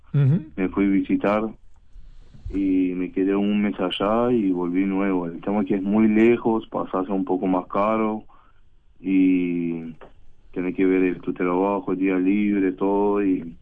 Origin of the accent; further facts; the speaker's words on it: Iran; first language Persian; Spanish is a second language; now in Uruguay; pero no me sirvió mucho porque en mi país todos hablaban persa y yo claro, tenía que practicar y hablar con gente de español